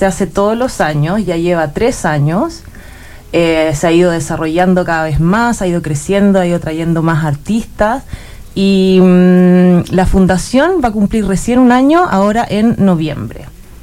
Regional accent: Santa Cruz, O'Higgins, Chile; also born or lived in Santiago, Chile; now in Pichilemu, Chile; Oriunda de Santa Cruz. Aquí cerquita, viví también mucho rato en Santiago y hace como 3 años que estoy acá en Pichilemu y sus alrededores

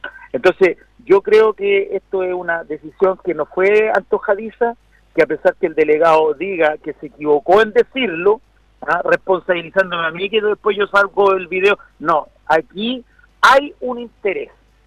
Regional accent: Los Andes, Valparaíso, Chile; born there; yo, que nací en Los Andes, ¿ah?, que soy hijo de andino, que soy padre de andino

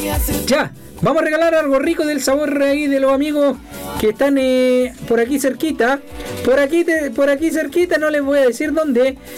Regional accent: Panimávida, Maule, Chile; soy de acá de Panimávida, amigo mío. Panimávida, séptima región.

